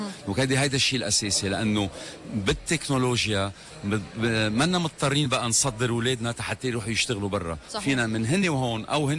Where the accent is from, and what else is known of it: Lebanon